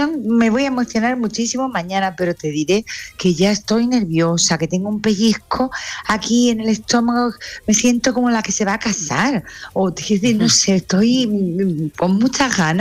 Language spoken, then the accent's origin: Spanish; Málaga, Andalusia, Spain; para mí mi tierra es muy importante